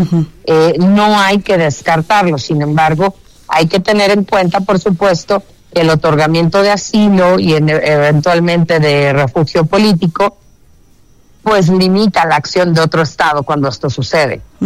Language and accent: Spanish; Mexico